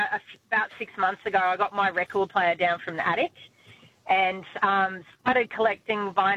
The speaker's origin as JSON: {"language": "English", "town": "Sydney", "region": "New South Wales", "country": "Australia", "said": "I'm from Sydney, down in Melbourne, trawling vintage shop stores looking for vinyl."}